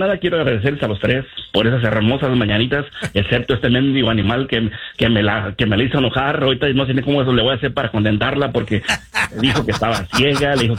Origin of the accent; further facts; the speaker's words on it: Mexico; Yo soy mexicano hasta las cachas